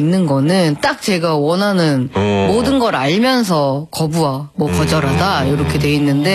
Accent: Seoul, South Korea; 저는 서울인데요.

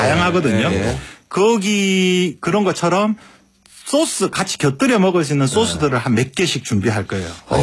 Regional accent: Busan, South Korea; 저는 이제 부산 사람이잖아요.

